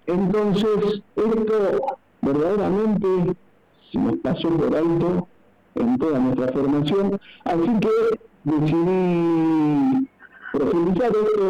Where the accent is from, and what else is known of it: Argentina